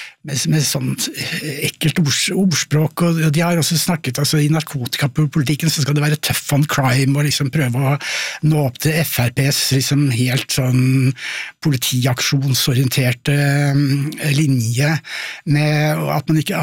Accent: Oslo, Norway; also born or lived in Sweden; jeg som de fleste andre i Oslo, jeg er Oslo-gutt, jeg er født i Sverige riktig nok, men jeg vokste opp med foreldre som var innflyttere fra bygda

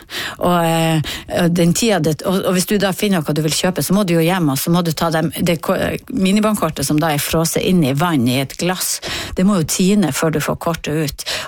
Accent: Northern Norway, Norway; vi er jo nordlendinger

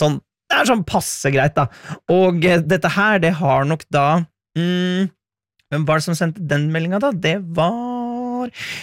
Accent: Velset, Innlandet, Norway; accent: Hedmark dialect; Og jeg kommer jo ifra Velset, som ei bygd I Stange kommune. Der taler vi jo hedmarksdialekt. Det kan ligne litt på Toten-dialekten.

